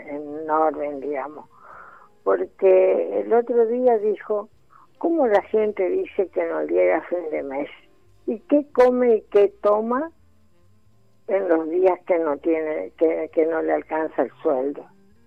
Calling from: Goya, Corrientes, Argentina; de Goya, Corrientes.

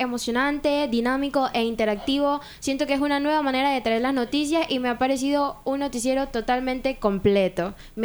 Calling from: Colón, Panama; destacar lo bueno de nuestra provincia

